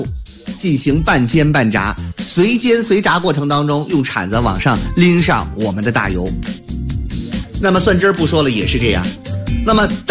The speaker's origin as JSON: {"language": "Chinese", "country": "China"}